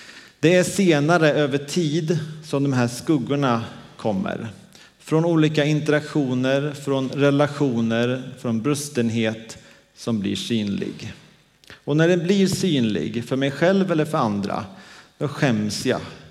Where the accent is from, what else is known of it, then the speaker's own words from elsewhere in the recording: Dalarna County, Sweden; moved away; Vi var hemma i Dalarna i veckan